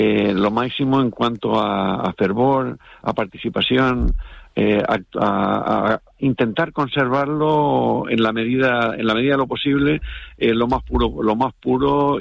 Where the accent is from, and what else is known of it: El Hierro, Canary Islands, Spain